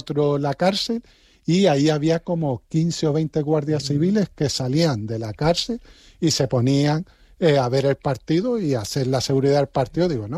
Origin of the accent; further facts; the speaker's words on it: Arucas, Canary Islands, Spain; yo soy de Arucas